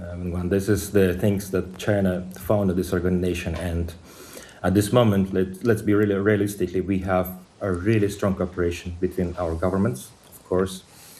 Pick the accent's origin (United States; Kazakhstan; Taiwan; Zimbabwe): Kazakhstan; Almaty; my hometown in Almaty